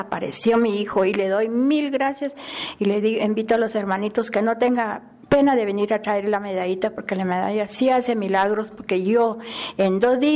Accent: Don Justo, Guatemala; De la aldea Don Justo.

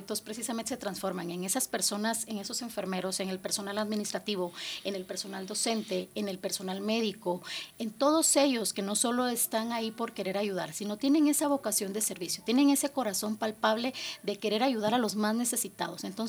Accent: Guatemala; nuestros hermanos guatemaltecos

